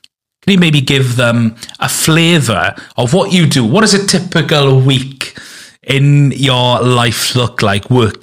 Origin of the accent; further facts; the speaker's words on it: Llanelli, Wales, United Kingdom; you're very welcome to come to my hometown. I don't own it, but I live here.